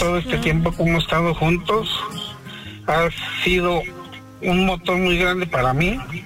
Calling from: Ecatepec, State of Mexico, Mexico; De aquí de Ecatepec.

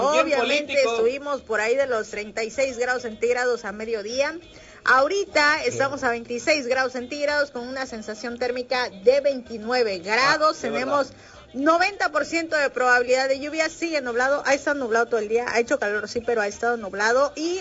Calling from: Chiapas, Mexico; Es un gusto saludarlos desde la costa chiapaneca.

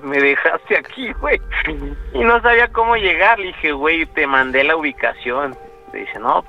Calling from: Arandas, Jalisco, Mexico; De Arandas, Jalisco.

